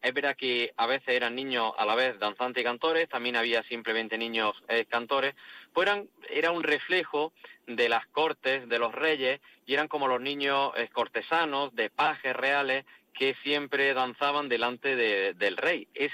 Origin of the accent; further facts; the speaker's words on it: Granada, Andalusia, Spain; Pues la verdad es que están siendo días grandes cada vez que celebramos el Corpus en Granada. Para un granadino de a pie, celebrar el Corpus es celebrar los días de encuentro, los días de fiesta